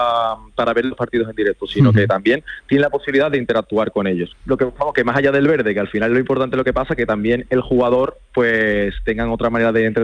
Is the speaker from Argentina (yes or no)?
no; Andalusia, Spain; accent: Andalusian; Como buenos andaluces hay que apoyar nuestro acento.